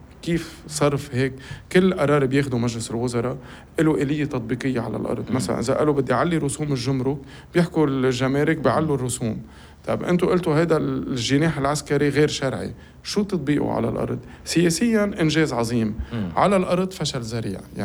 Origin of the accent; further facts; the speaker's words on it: Lebanon; الجزء الأساسي اللي نحن كلبنانيين